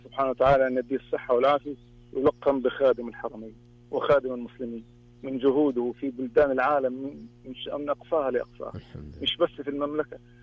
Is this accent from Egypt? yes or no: yes; Egypt; انا مصري.